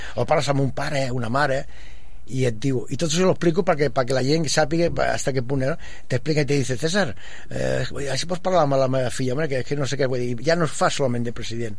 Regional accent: Terrassa, Catalonia, Spain; now in Sabadell, Spain; Soc fill de Terrassa, però ja estic més... Bueno, aquí, estic més dies aquí que allà.

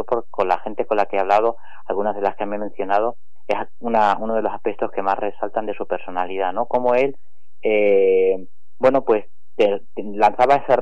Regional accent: Extremadura, Spain; now in Madrid, Spain; Yo tendría 20 y pocos años y procedo de Extremadura, aunque vivía ya en Madrid, y fue un libro tan importante que me llevó a volver a Extremadura a trabajar en una fundación dedicada al desarrollo rural

